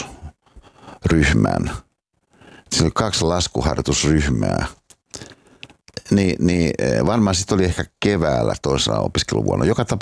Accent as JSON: {"language": "Finnish", "town": "Hyvinkää", "region": "Uusimaa", "country": "Finland", "tie": "born or raised there", "said": "kun mä tulin Hyvinkäältä sieltä mun kotitalosta ja mun ajattelin mun äitiä."}